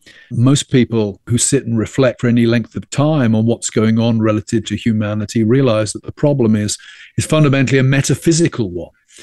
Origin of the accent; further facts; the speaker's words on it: England, United Kingdom; You know, my home country of England even has a different culture to that of Scotland, let alone Italy or Spain.